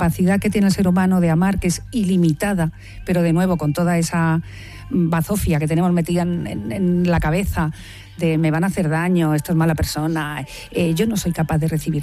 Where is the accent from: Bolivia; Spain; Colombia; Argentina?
Spain; Madrid, Community of Madrid; No, soy de Madrid.